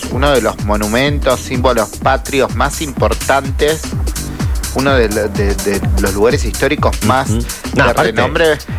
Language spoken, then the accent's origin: Spanish; Argentina